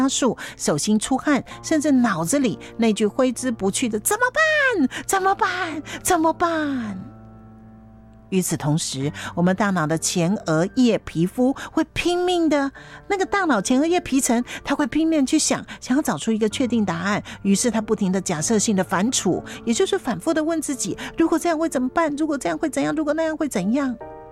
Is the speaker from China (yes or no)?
no; Hualien County, Taiwan; 对我们整体花莲人来说